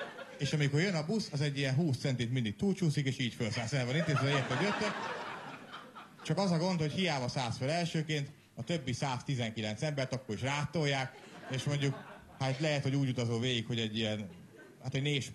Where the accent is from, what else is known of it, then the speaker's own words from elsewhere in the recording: Szentes, Csongrád-Csanád, Hungary; born there; moved away; Szentesiek vagyunk, mert nem vagyunk budapestiek. El szoktam mondani ez, amire Budapesten azt mondják, hogy vidéki, ott meg az, hogy nem vagyok budapesti